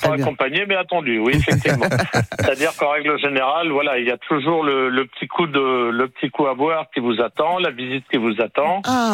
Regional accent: Normandy, France; On est normand, nous.

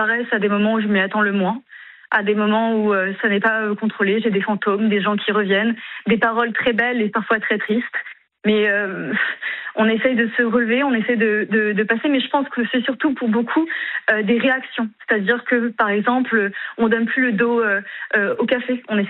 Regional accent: France; now in Paris, France; Je suis française, être juive dans le privé.

